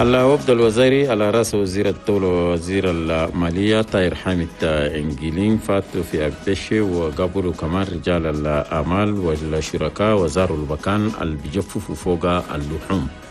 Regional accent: Chad; بلدنا تشاد

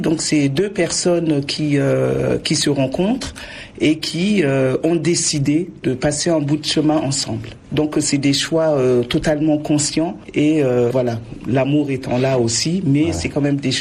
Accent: Chad; Donc moi je suis dans un couple mixte, donc je suis tchadienne, mon mari est italien et on vit notre couple depuis plus de 28 ans de mariage.

